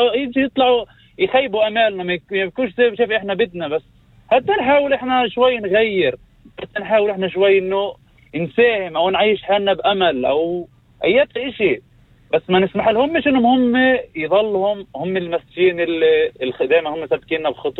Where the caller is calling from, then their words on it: Umm al-Fahm, Haifa District, Israel; من المفاهم.